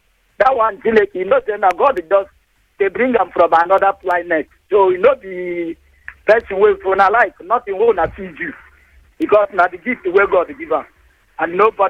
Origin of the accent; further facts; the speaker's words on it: Uganda; I'm from Uganda.